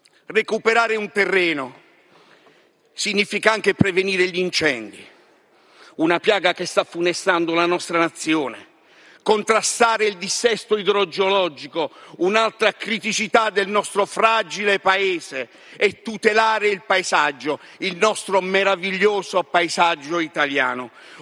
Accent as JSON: {"language": "Italian", "region": "Apulia", "country": "Italy", "said": "vengo dalla Puglia"}